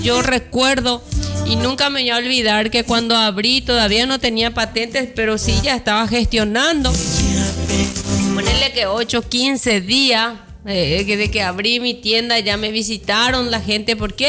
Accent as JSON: {"language": "Spanish", "country": "Paraguay", "said": "nosotros que somos paraguayos"}